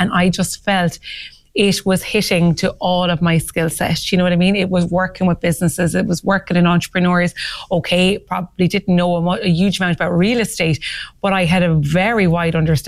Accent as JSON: {"language": "English", "region": "County Clare", "country": "Ireland", "moved": "yes", "said": "I'm from Clare originally"}